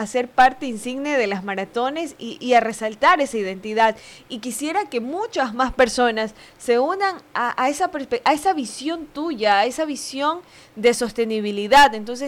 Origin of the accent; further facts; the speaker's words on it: Manabí, Ecuador; no soy nativa de Manta, pero sí soy muy manabita.